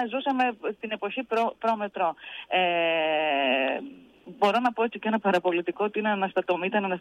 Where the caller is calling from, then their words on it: Thessaloniki, Central Macedonia, Greece; Στις 8.30 ώρα έφυγα από τη Βασιλίσσα Όλγα